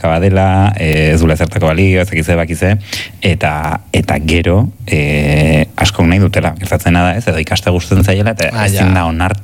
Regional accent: Oiartzun, Basque Country, Spain; moved away; nere herria maite dut, Oiartzun naiz eta arro nago

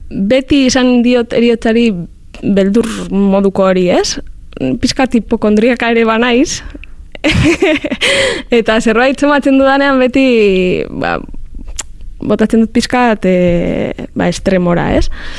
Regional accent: Bilbao, Basque Country, Spain; now in Zornotza, Spain; Bueno, ni bilbotarra naiz berez, Zornotzan bizi naiz orain, eta 1985 urtean jaio nintzen

